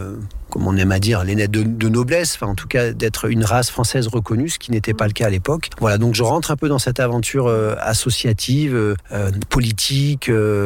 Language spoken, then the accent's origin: French; Grenoble, Auvergne-Rhône-Alpes, France; also born or lived in Verdun; J'y ai peu grandi, hein, puisque j'ai débarqué à Grenoble à 4 ans, et voilà, l'évolution professionnelle de mes parents ont plutôt fait de moi un grenoblois ou un alpin.